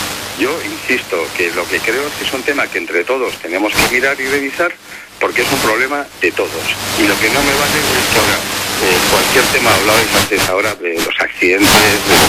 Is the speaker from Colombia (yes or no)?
no; Basque Country, Spain; lo más absentismo hay en España es en mi tierra, en el País Vasco.